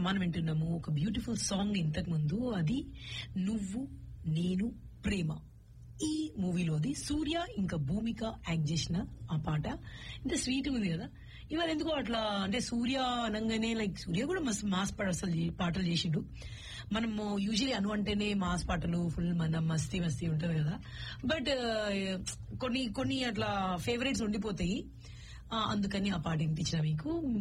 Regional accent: Hyderabad, Telangana, India; moved away; నేనంతా హైదరాబాద్ లోకల్, సికింద్రాబాద్ అంతా. సో నేను పుట్టింది అక్కడే.

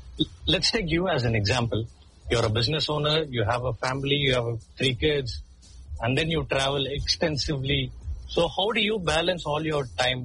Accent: Tamil Nadu, India; since I'm from Tamil Nadu

